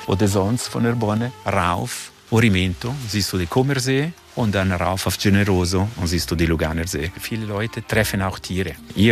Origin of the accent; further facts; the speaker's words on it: Ticino, Switzerland; German is a second language; Aber wir sind Schweizer Italiener ja, eigentlich. Oder die meisten, die hier wohnen, ursprünglich kamen aus Italien.